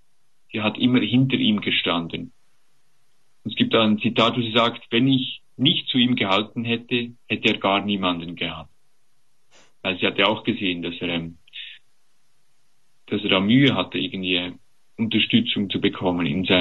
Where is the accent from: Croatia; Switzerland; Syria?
Switzerland; als Schweizer